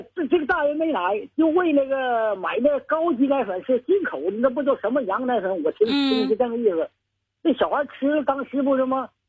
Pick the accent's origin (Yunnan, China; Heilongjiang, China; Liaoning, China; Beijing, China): Liaoning, China; Tai'an; 我是台安的。